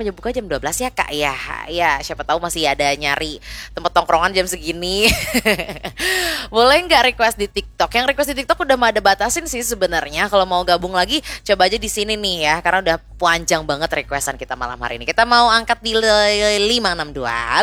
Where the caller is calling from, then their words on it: Kudus, Central Java, Indonesia; saya dari Kudus Kak Jateng